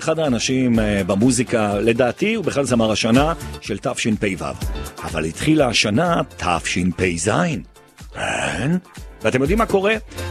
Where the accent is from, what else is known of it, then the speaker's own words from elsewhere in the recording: Jerusalem, Jerusalem District, Israel; כי אנחנו ירושלמים.